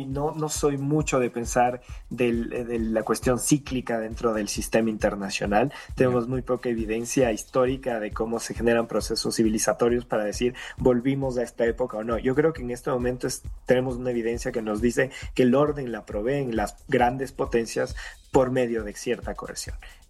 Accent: Ecuador

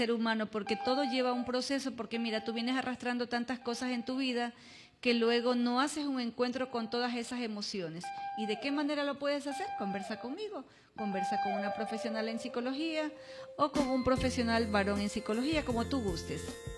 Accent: Ecuador; los ecuatorianos somos muy apasionados por el deporte

